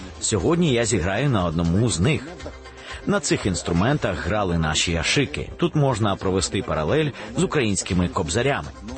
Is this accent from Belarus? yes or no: no; Sukhumi, Abkhazia, Georgia; moved away as an adult; also born or lived in Uzbekistan / Crimea; now in Ukraine; Там моє дитинство проминуло. І школу, і музичне училище закінчив в Абхазії, в Сухумі.